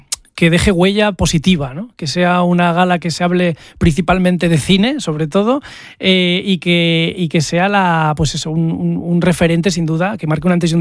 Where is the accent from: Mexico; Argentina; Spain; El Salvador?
Spain; Navarre; born there; yo soy navarro de apellido y nacimiento